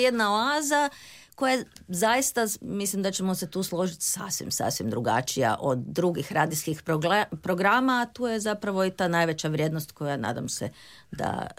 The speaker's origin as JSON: {"language": "Croatian", "town": "Zagreb", "region": "City of Zagreb", "country": "Croatia", "tie": "born or raised there", "said": "Da, ja sam rođena u Zagrebu, tu sam završila gimnaziju, filozofski fakultet, komparativnu književnost i filozofiju"}